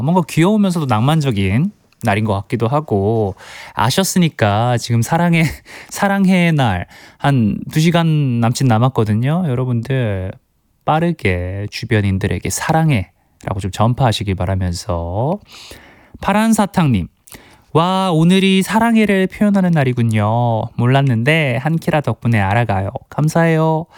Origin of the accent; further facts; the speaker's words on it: Gyeongsang, South Korea; 저도 또 경상도 출신 아니겠어요.